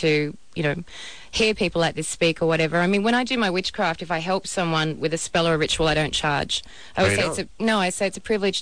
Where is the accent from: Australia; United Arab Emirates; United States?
Australia; moved away; growing up in Australia